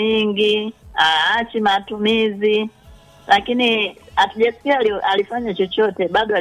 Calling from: Mafinga, Iringa, Tanzania; nipo Mafinga.

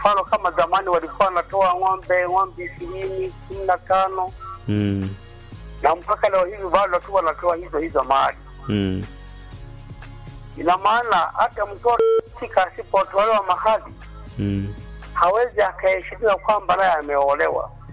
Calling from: Sukumaland, Tanzania; ni msukuma wa Ntuzu huku. Hata sisi Ntuzu wasukuma wa Ntuzu

